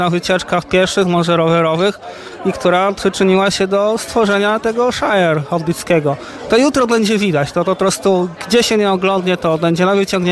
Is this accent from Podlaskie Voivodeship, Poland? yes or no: no; Rzeszów, Subcarpathian Voivodeship, Poland; Jest znaczek. … ja z Rzeszowa. Przyjechałem z Rzeszowa